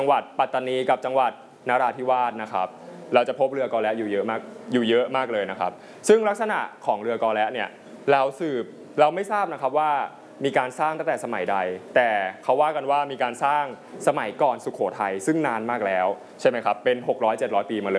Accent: Ang Thong, Thailand; คุณครูเป็นคนจังหวัดอะไรครับทราบไหมจังหวัดอ่างทองครับ

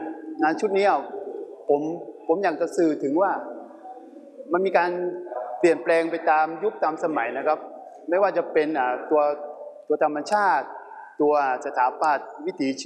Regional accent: Trang, Thailand; ก่อนอื่นผมก็เป็นคนตรังตอนเรียนปวช.ก็มาเรียนที่วิทยาลัยจังศรีนครศรีธรรมราชครับ

